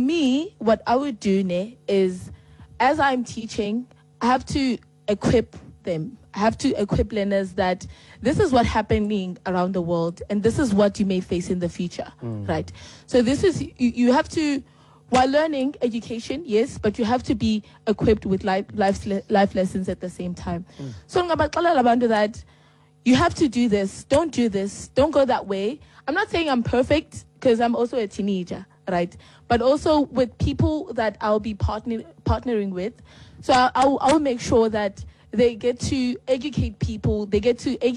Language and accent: English; Motherwell, Eastern Cape, South Africa; Yeah, because there's a lot of crime happening in my area. We're from Motherwell. We're also from Motherwell too, by the way. Motherwell is known to be the worst, literally the worst areas in Gqeberha, in terms of a crime and all of that.